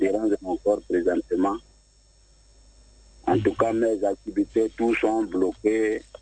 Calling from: Abidjan, Côte d’Ivoire; Je vous appelle de Yopougon Port Boïdé.

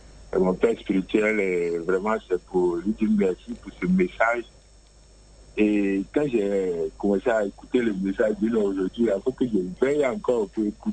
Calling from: Abidjan, Côte d’Ivoire; J'appelle d'Angré Djorobité.

